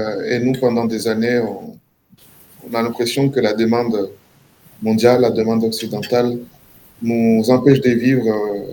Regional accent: Kivu, DR Congo; moved away as an adult; moi, je viens de la région du Kivu, j'y suis né, j'ai vécu les guerres qui sont passées, certaines.

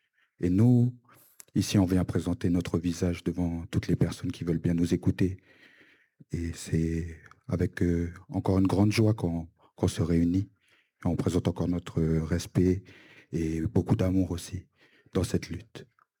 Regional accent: Lifou, Loyalty Islands Province, New Caledonia; chez moi à Djéou sur l'île de Lifou, de son nom colonial

